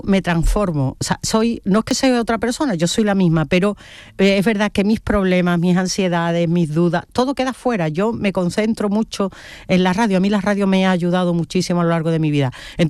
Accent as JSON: {"language": "Spanish", "town": "Huelva", "region": "Andalusia", "country": "Spain", "moved": "as an adult", "lives_now": "Seville, Spain", "said": "Pues sí, soy muy de Huelva"}